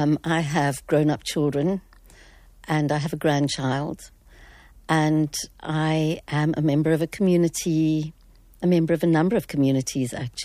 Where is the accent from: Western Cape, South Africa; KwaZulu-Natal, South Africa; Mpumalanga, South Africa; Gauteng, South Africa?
Western Cape, South Africa; Fish Hoek; So I grew up in Fishhook, so in the deep south.